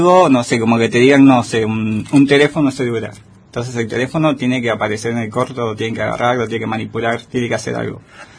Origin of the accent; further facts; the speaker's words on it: Buenos Aires, Argentina; now in Esquel, Argentina; Vengo de Buenos Aires, estoy acá en Esquel hace principio de año, más o menos.